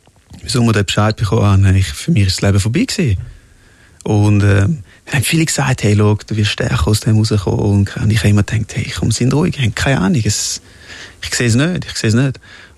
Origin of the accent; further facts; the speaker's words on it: Switzerland; ich bin Schweizer, ich bin mega stolz und für mich ist es mega schön gewesen, hier aufzuwachsen, und ich will auch hier bleiben.